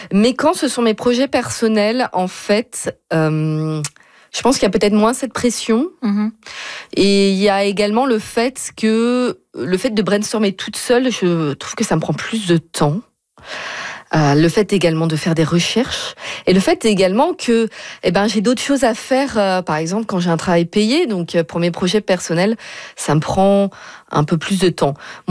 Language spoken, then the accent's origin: French; France; en tout cas moi je viens de France.